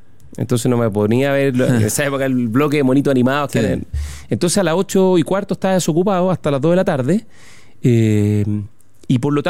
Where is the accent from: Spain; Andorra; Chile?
Chile; Santiago, Santiago Metropolitan Region; born there; also born or lived in Talca; Me vine a Santiago, hice toda la básica en un colegio, en Inmaculada Concepción, un colegio subvencionado de la parroquia de la Inmaculada Concepción, acá en Vitacura.